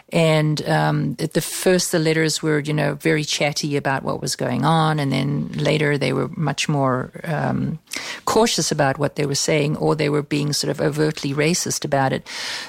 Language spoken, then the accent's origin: English; United States; I'm an American.